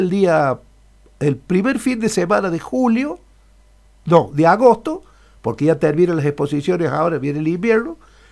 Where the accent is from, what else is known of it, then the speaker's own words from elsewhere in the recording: Villa Mercedes, San Luis, Argentina; yo soy nacido y creado en Villa Mercedes.